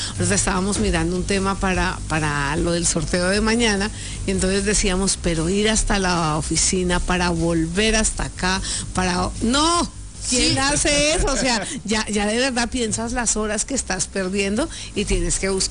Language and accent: Spanish; Bogotá, Colombia; Okay, yo soy de Bogotá, que es la capital, y es donde está el mayor tráfico.